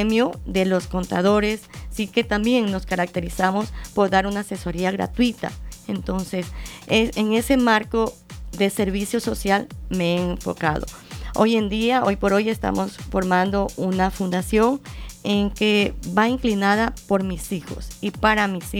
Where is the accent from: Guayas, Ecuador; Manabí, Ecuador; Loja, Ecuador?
Manabí, Ecuador; Portoviejo; moved away as an adult; now in Santo Domingo, Ecuador; Yo viví toda mi vida en Puerto Viejo. Nací en Puerto Viejo, hasta los 28 años estuve en Puerto Viejo.